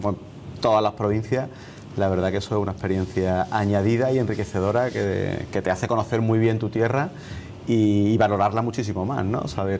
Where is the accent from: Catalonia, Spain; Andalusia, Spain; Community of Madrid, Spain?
Andalusia, Spain; Cádiz; born there; Yo nací en Cádiz, como tú bien sabes. O sea, que en fin, tengo ahí una mezcla y luego...